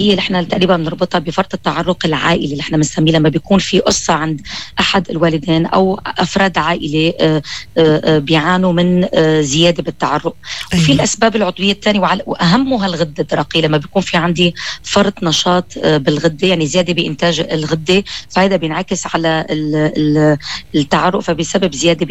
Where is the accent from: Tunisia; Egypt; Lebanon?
Lebanon; عندنا بلبنان